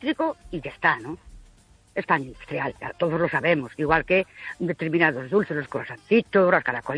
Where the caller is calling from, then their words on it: Ourense, Galicia, Spain; Buenas noches … de Orense.